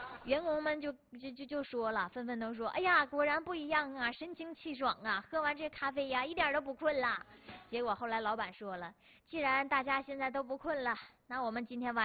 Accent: Northeast China, China; 千万不要瞧不起我们东北人

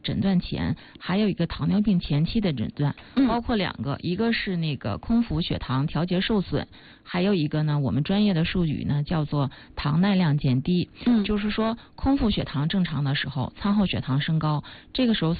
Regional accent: Northeast China, China; 但是像我们东北人，

